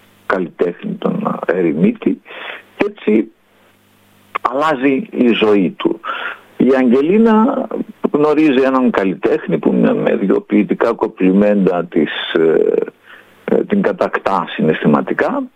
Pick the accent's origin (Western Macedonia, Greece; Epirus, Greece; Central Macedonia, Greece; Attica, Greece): Epirus, Greece; από την Ήπειρο